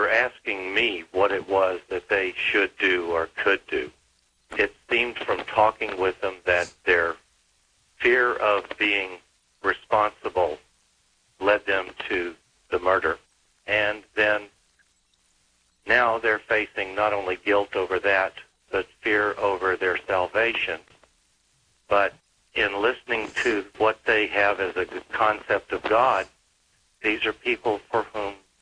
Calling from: Baton Rouge, Louisiana, United States; I'm calling from Baton Rouge, Louisiana.

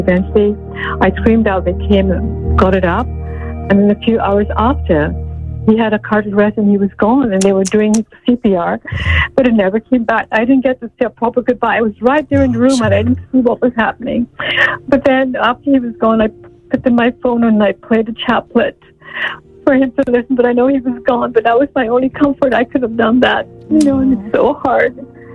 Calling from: Paris, Île-de-France, France; Thanks for taking my call. I'm calling you from Paris.

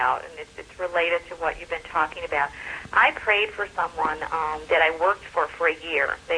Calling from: Chicago, Illinois, United States; Sister, I'm from Chicago.

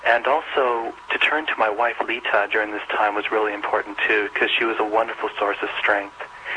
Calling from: Boynton Beach, Florida, United States; I'm calling from Boynton Beach, Florida.

